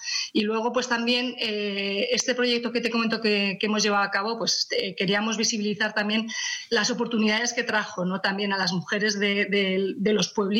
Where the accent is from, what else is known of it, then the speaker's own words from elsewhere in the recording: Estella, Navarre, Spain; born there; Tierra Estella y de mi ciudad, que no he salido más que, bueno, lo justo y necesario, ¿no? Nací aquí y aquí me quedé a vivir, porque, bueno, realmente amo esta ciudad, que es, bueno, pues pequeña, ¿no? Tenemos eso, 14.000 habitantes